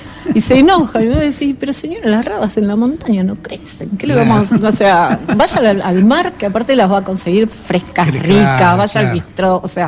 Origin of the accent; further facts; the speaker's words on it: Buenos Aires, Argentina; moved away as an adult; now in Patagonia, Argentina; yo soy nacida y criada en Buenos Aires y trabajé en Buenos Aires, ahí arranqué, pero ya hace 20 años que vivo acá.